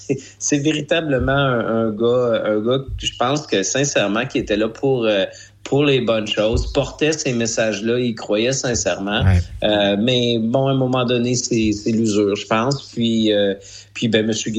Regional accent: Bellechasse, Quebec, Canada; moi, je suis originaire de Bellechasse, je le confesse.

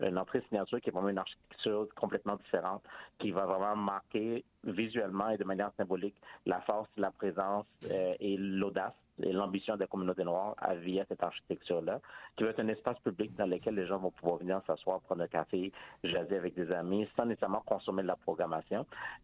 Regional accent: Montreal, Quebec, Canada; ici, chez nous à Montréal

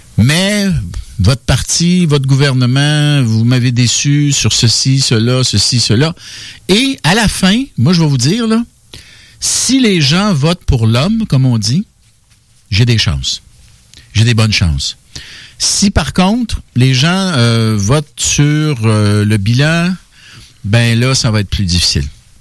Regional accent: Quebec, Canada; Moi, je suis un fier Québécois.

